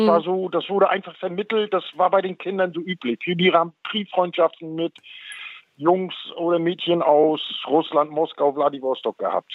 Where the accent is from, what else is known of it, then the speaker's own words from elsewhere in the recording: Mecklenburg-Vorpommern, Germany; moved away as an adult; now in Kiel, Germany; ich komme aus Kiel, bin geboren in Mecklenburg und bin mit meinem 20. Lebensjahr 1990 in Kiel hängen geblieben, aus beruflichen Gründen.